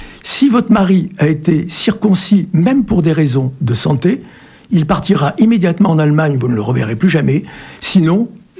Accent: Périgueux, Nouvelle-Aquitaine, France; born there; now in Grignols, France; Alors moi je suis né à Périgueux et je vis maintenant, je me suis déplacé plusieurs fois à Périgueux, mais étant à Grignol, c'est jamais qu'à 5 km de Neuvik.

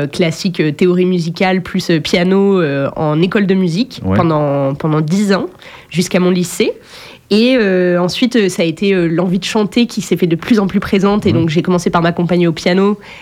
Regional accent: Grand Est, France; moved away; Alors, moi, j'ai grandi en Lorraine, donc bien loin d'ici, à l'opposé, dans notre hexagone. Et je suis arrivée en Périgord il n'y a vraiment pas longtemps.

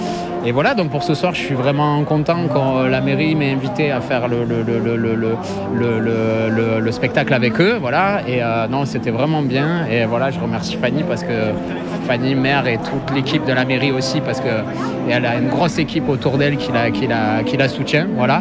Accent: Perpignan, Occitanie, France; moved away as an adult; now in Boulazac, France; je me suis marié avec une Sarladaise, ce qui m'a fait venir de mon beau pays catalan de Perpignan. Voilà, c'est pour ça que j'ai atterri ici.

